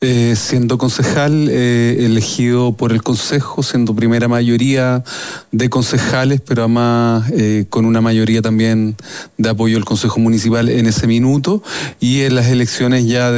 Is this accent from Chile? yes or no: yes; Recoleta, Santiago Metropolitan Region, Chile; tengo una familia bien extendida. Entonces, cuando yo nazco efectivamente en Recoleta, en lo que era la antigua clínica alemana, hoy clínica Dávila, y habitábamos en calle Agustina